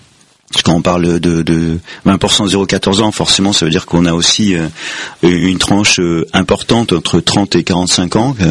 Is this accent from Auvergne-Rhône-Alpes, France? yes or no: yes; Auvergne-Rhône-Alpes, France; Alors moi je sais pas vous, mais moi je suis originaire de la Drôme provençale et donc quand j'étais en sixième, je prenais le bus à 7h15 pour aller au collège